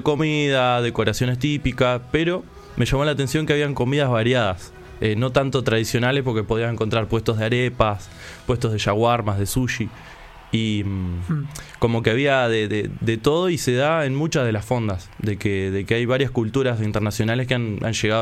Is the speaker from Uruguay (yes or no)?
yes; Uruguay; para nosotros acá en Uruguay es novedad